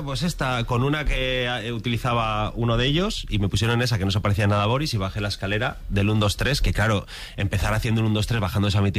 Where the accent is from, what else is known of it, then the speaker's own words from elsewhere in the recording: León, Castile and León, Spain; mi padre es de un pueblo de León, mi madre madre es de Astorga, mi padre en un pueblo que se llama Hospital de Órbigo, y hemos vivido siempre en León, ¿no?